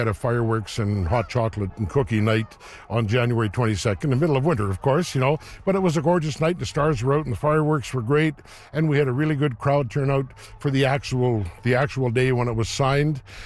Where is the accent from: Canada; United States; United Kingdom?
Canada; Vanderhoof, British Columbia; I'm always proud to tell people I'm from Vanderhoof.